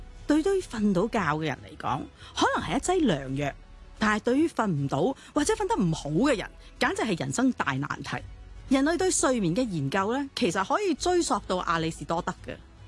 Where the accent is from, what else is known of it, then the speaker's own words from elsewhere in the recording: Hong Kong; 我哋香港人